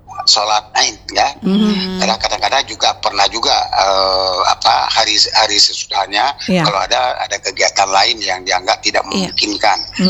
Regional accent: Aceh, Indonesia; masyarakat kita Aceh Barat ini umumnya yang apa umat Islam

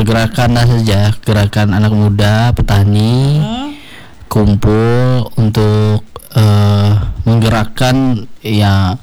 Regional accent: Palangkaraya, Central Kalimantan, Indonesia; also born or lived in Pulang Pisau; Oh, asli saya kan orang Palangkaraya.

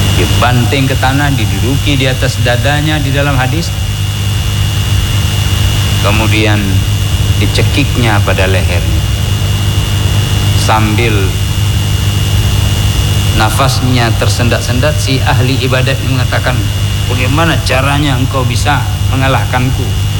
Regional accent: Aceh, Indonesia; bahasa kita orang Aceh.

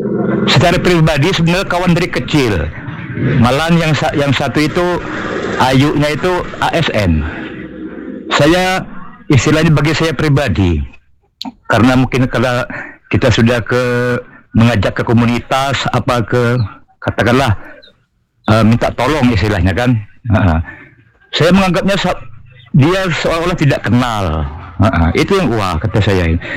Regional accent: Bangka Belitung Islands, Indonesia; Saya juga dari Bangka Barat nih, Pak.

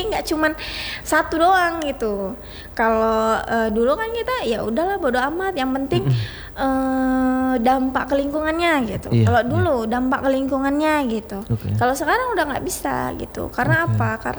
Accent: Aceh, Indonesia; di daerah saya ya, Aceh Tamiang

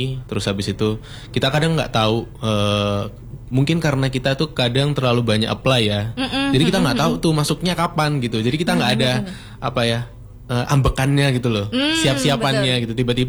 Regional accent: Sidoarjo, East Java, Indonesia; also born or lived in Kediri; Sebenarnya dari Sidoarjo.

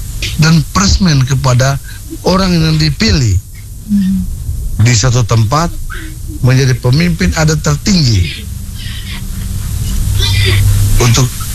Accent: East Nusa Tenggara, Indonesia; pemimpin adat kami suku Liolise

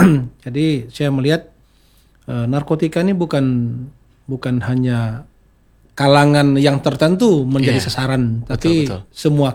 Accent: Lubuklinggau, South Sumatra, Indonesia; also born or lived in Riau; now in Palangka Raya, Indonesia; Saya aslinya Sumatera Selatan, tepatnya di Kabupaten Musirawas di Lubuk Linggau gitu.

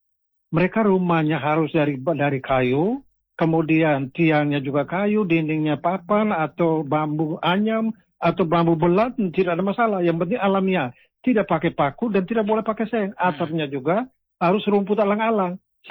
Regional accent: East Nusa Tenggara, Indonesia; saya lebih banyak tahu secara intitas tentang budaya saya orang Lio.

